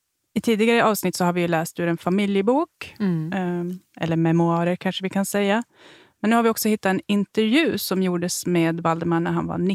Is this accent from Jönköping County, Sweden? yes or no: no; Kukkola, Norrbotten County, Sweden; first language Swedish; Våran by, Kukkola